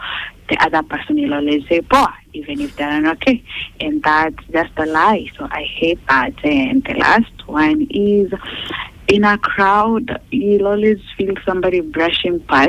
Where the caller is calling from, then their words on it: Kirinyaga County, Kenya